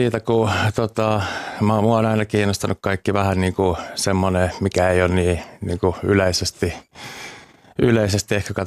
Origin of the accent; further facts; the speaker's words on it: Uusimaa, Finland; Tuossa pääkaupunkiseudulta mä oon kotoisin.